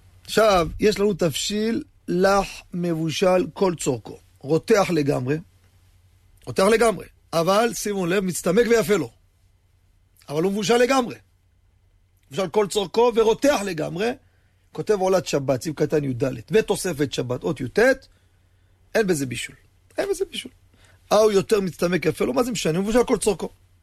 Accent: Morocco; אנחנו מרוקאים

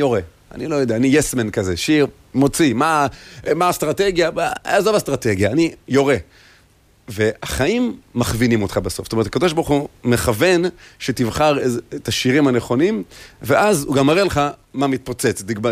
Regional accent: Safed, Northern District, Israel; כן, כן, כן.

